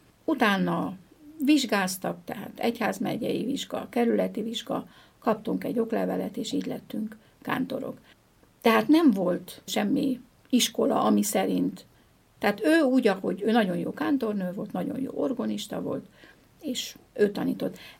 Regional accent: Cluj-Napoca, Cluj County, Romania; hát én tulajdonképpen kerekdombi születésű vagyok

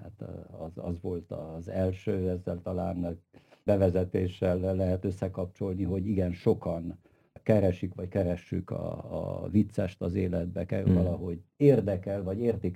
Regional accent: Transylvania, Romania; mi, mint erdélyiek, szerintem egy furcsa helyt vagyunk, mert itten összefolyt magyar, román, szláv, német, lengyel humor, zsidó humor

